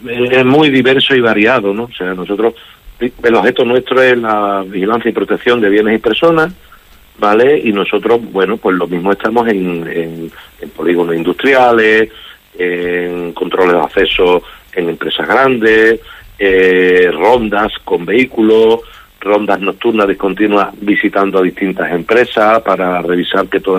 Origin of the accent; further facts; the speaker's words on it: Huelva, Andalusia, Spain; Isla Chica, mi barrio, yo soy de Isla Chica